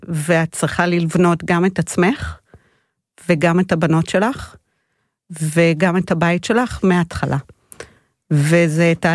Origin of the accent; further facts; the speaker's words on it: Hadera, Haifa District, Israel; אני מחדרה, אני בת 50, אימא לשלוש בנות מתבגרות